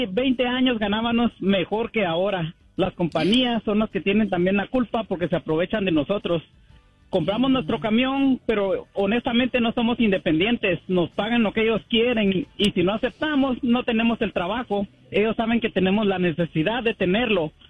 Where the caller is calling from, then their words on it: California, United States; Buenos días, de California.